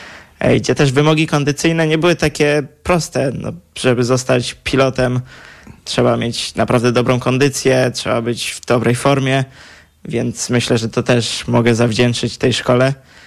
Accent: Poznań, Greater Poland Voivodeship, Poland; Tak, jestem z Poznania.

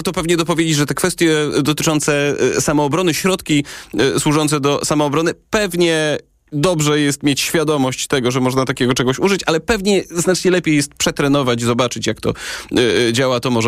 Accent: Zabrze, Silesian Voivodeship, Poland; A ja pochodzę z Zabrza i dokładnie wiem, o czym pan

